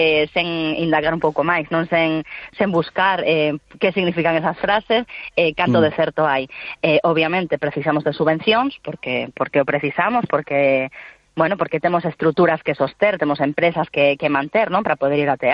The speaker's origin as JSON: {"language": "Galician", "region": "Galicia", "country": "Spain", "said": "a ver, nós tamén somos creadoras galegas, co cal sempre a nosa visión o facemos dende a nosa idiosincrasia"}